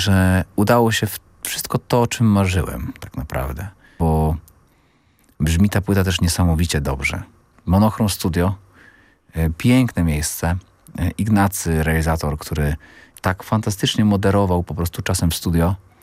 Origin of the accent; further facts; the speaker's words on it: Przemków, Lower Silesian Voivodeship, Poland; To jest moje rodzinne miasto i mój rodzinny dom, ławki, na których snułem jakieś, jak się okazuje, marzenia, które potem się spełniły.